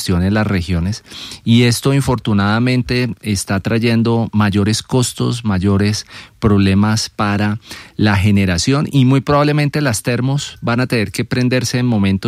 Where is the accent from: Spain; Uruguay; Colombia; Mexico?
Colombia